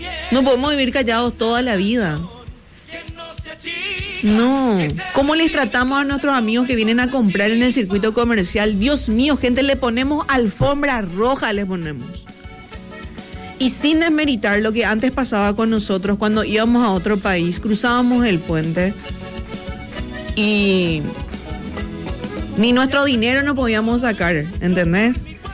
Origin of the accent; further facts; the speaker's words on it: Paraguay; Eso tiene el paraguayo muy adentro